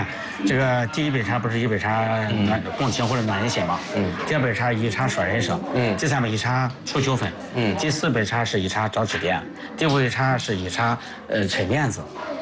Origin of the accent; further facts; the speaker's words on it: China; 我们中国人的智慧是了不起的